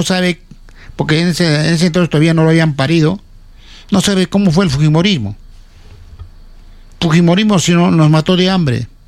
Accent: Arequipa, Peru; me siento impotente como provinciano. Como provinciano de Arequipa

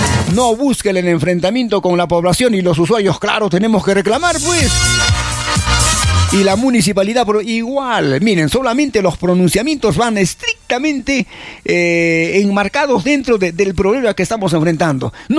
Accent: Arequipa, Peru; esto hemos elegido los arequipeños

